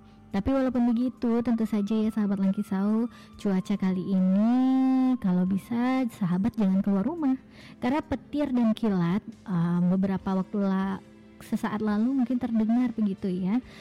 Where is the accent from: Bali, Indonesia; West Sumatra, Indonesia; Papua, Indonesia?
West Sumatra, Indonesia; kita orang Minang